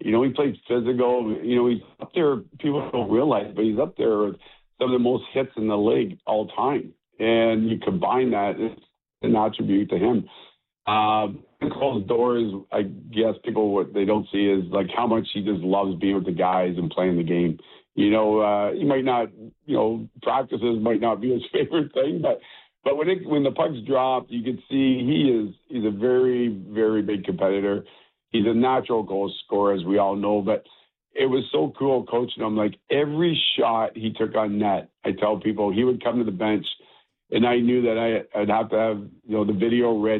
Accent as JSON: {"language": "English", "town": "Kingston", "region": "Ontario", "country": "Canada", "tie": "born or raised there", "said": "growing up in Kingston, obviously halfway between Toronto and Montreal"}